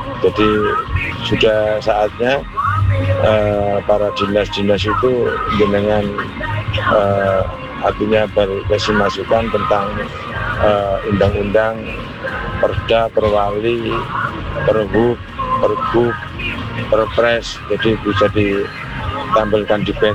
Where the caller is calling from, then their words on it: Malang, East Java, Indonesia; kami sebagai warga Kota Malang